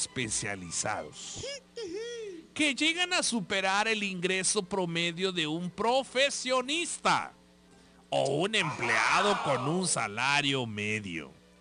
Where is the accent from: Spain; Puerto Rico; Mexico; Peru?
Mexico